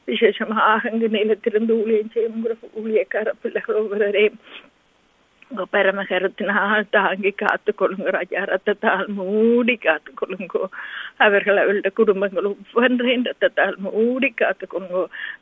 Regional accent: Sri Lanka; born there; moved away; நாங்க பிறந்து வளர்ந்த தேசத்துக்காக

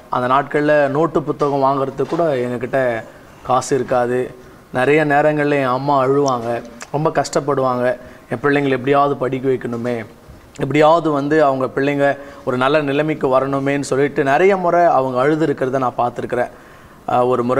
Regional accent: Vellore district, Tamil Nadu, India; வெள்ளூர் மாவட்டம், பேர்ணம்பட்டுன்ற பகுதியில் நான் இருக்கிறேன். அப்படி இந்த பேர்ணம்பட்டில் பக்கத்தில் கிராமம், ஒரு கிராமத்தில் நான் பிறந்து வளர்ந்தேன். அந்த கிராமத்து பேர் கள்ளிப்பேட்டை. அந்த கிராமத்தில் ஒரு சாதாரண ஒரு குடும்பத்தில் தான் நான் பிறந்து

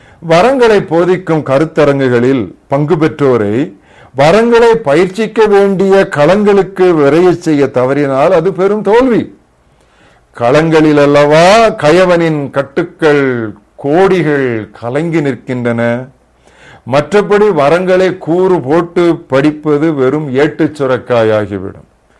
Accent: Nazareth, Tamil Nadu, India; 2004 June மாதம் எனது சொந்த ஊராகிய நாசரேத்தில் உள்ள கிறிஸ்தவர்களுக்கு இந்த வசன அடிப்படையில் மிஷினரி சவால் கொடுத்து

